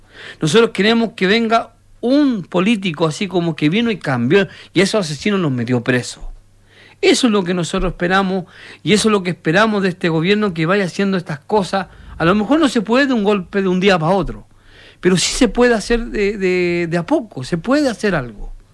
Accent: Chile; nosotros los chilenos tenemos una proyección más alta.

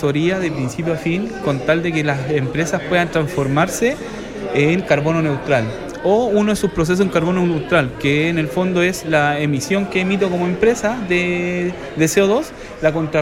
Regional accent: Iquique, Tarapacá, Chile; yo soy iquiqueño, nacido acá, criado acá. Es una ciudad que me encanta

